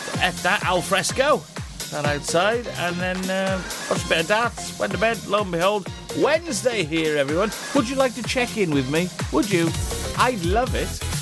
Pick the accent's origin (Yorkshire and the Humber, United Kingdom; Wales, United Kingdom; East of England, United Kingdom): Wales, United Kingdom